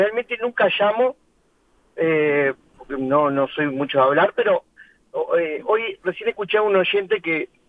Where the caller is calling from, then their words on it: Uruguay; Primero porque soy uruguayo y yo quiero que Uruguay sea campeón.